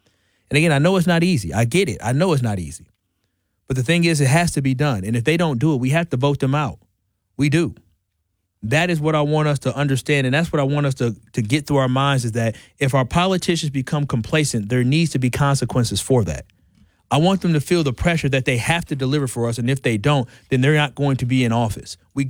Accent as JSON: {"language": "English", "town": "Milwaukee", "region": "Wisconsin", "country": "United States", "tie": "born or raised there", "said": "born and raised in Milwaukee, but I was a 220 kid."}